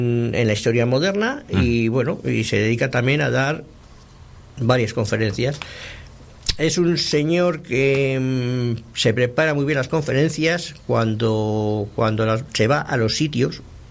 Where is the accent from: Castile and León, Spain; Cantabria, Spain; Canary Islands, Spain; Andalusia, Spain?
Cantabria, Spain; Laredo; en Laredo tenemos cancaricote. Nada más que en Laredo.